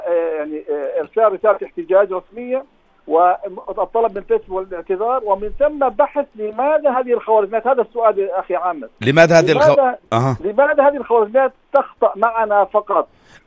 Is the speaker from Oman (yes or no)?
no; Jordan; عندنا في الأردن